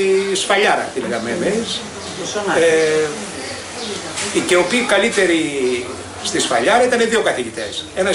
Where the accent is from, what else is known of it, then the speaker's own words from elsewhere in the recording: Grevena, Western Macedonia, Greece; born there; moved away as an adult; Όλοι μορφωθήκαμε, φύγαμε από τα Γρεβένα και τώρα αρχίζουμε και ξεκινάμε σιγά σιγά στον τόπο μας.